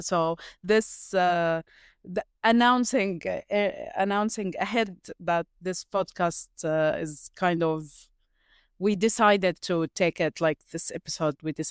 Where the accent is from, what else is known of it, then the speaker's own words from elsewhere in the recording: Gaza, Gaza Strip, Palestine; moved away as an adult; also born or lived in Cairo; I'm Palestinian, first of all. And I came from Gaza to Cairo to study at the university